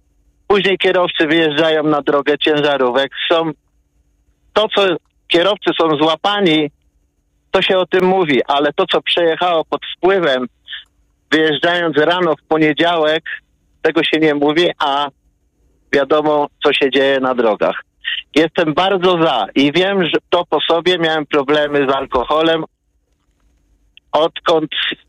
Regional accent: Piotrków Trybunalski, Łódź Voivodeship, Poland; jestem z Piotrkowa. Prohibicja tam była.

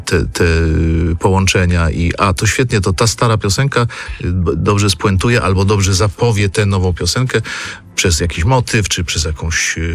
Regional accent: Kraków, Lesser Poland, Poland; przyznajemy się do tego Krakowa, chociaż już tylko ja i Szczerba jesteśmy z Krakowa w zespole

